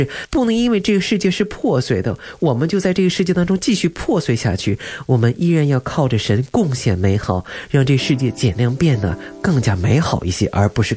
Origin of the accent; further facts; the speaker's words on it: China; 我想到我们中国人常举到的一个例子叫做破镜重圆。